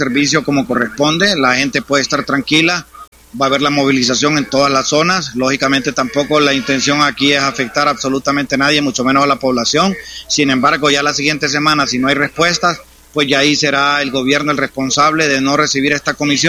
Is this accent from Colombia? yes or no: no; Honduras; también somos hondureños